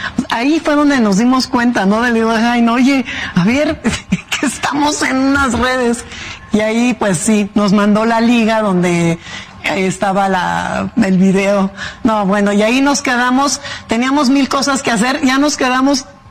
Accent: Mexico; Sí, somos sí. Mexicanos 100%.

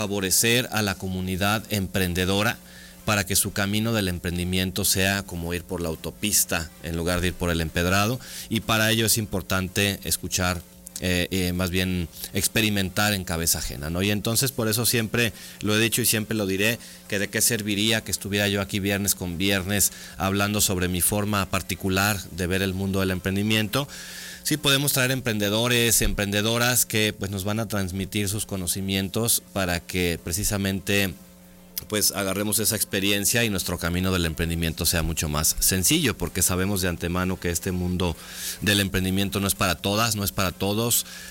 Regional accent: Aguascalientes, Mexico; en Aguascalientes, contrario a lo que muchas veces se cree, pues somos muy ricos en gastronomía.

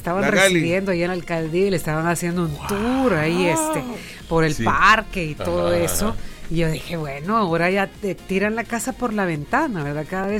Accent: Santa Ana, El Salvador; Los santanecos, es decir, yo soy de Santa Ana

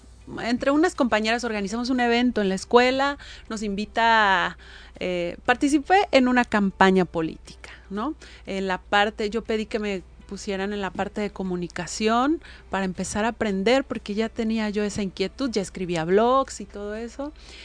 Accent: San Marcos, Guerrero, Mexico; also born or lived in Acapulco; yo soy originaria de nací en Acapulco, pero crecí en San Marcos, ¿no? Que está muy cerca de aquí

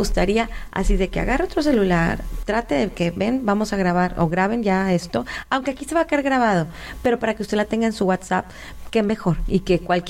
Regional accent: Monterrey, Nuevo León, Mexico; Regia, así como mexicana.

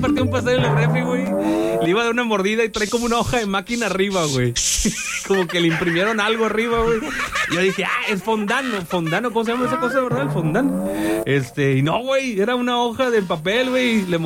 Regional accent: Mexico; donde los mexicanos somos más mexicanos.

